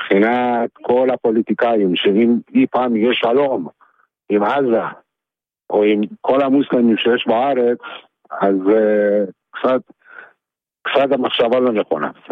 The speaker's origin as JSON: {"language": "Hebrew", "country": "Iran", "tie": "born or raised there", "said": "תשמע, אני גדלתי בשכונה באיראן, שהמוסלמים היינו שכנים והיינו אחים, והיינו יותר ממה שאתה חושב."}